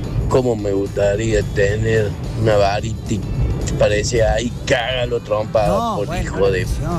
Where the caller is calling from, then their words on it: Río Ceballos, Córdoba, Argentina; de Río Ceballos, hacia Córdoba, por la 53.